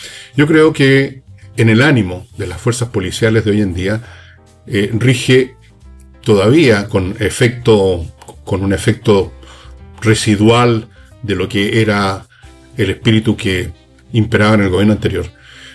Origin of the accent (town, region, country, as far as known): Chile